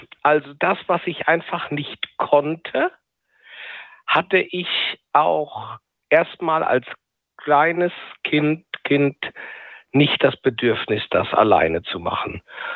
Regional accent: Rhineland-Palatinate, Germany; ich komme aus der Pfalz

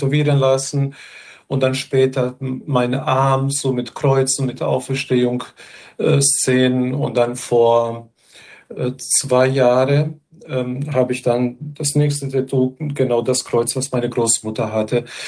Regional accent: Bosnia & Herzegovina; Ich bin, glaube ich, Mestina so mit 5 oder 6 geworden. Und wenn ich mich an Bosnien, an meine Kindheit bis zu mei

